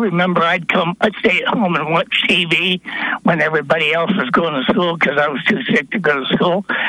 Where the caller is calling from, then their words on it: Wyoming, United States; in Wyoming.